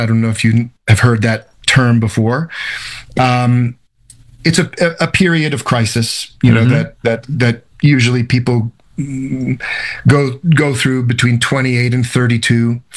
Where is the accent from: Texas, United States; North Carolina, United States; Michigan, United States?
Michigan, United States; Detroit; born there; So I was born in Detroit, Michigan.